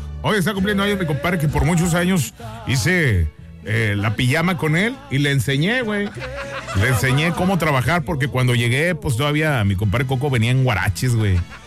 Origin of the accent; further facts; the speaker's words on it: Mexico; Yo soy un buen mexicano. Yo soy un buen mexicano porque... me gusta el chile.